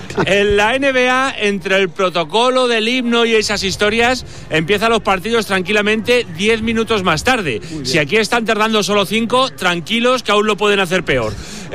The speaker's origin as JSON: {"language": "Spanish", "region": "Region of Murcia", "country": "Spain", "said": "Me ha emocionado hasta mí, que soy un señor de Murcia."}